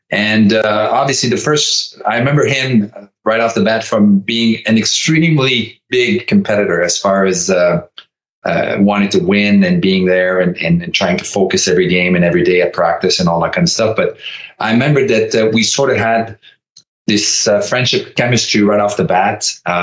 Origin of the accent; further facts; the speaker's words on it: Quebec, Canada; I was playing in Quebec for my hometown, being traded in Halifax